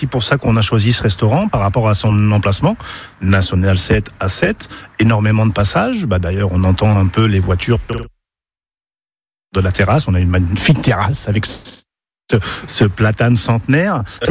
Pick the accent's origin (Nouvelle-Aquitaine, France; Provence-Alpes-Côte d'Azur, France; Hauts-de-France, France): Hauts-de-France, France; parce que je suis originaire du Pas-de-Calais